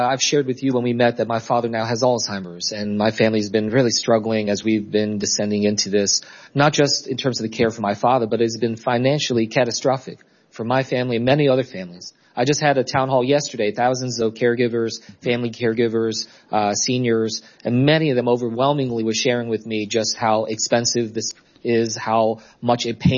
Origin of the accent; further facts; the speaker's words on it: New Jersey, United States; It's something affecting my home state of New Jersey.